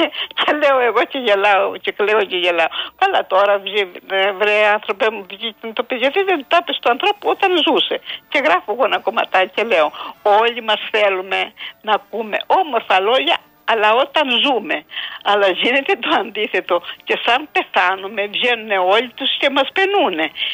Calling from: Greece; Εγώ σαν Ελληνίδα

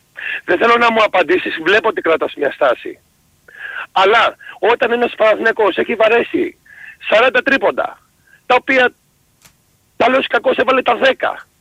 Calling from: Athens, Attica, Greece; Είμαι από Αθήνα.

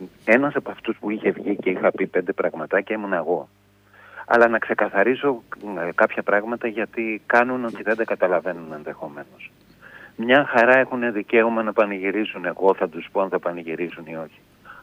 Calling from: Piraeus, Attica, Greece; από το Παθαλιμάνι.

